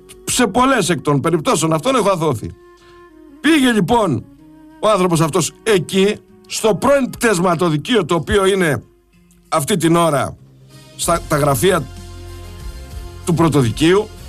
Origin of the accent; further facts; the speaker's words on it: Sparta, Peloponnese, Greece; moved away; από την πατρίδα μου, τη Σπάρτη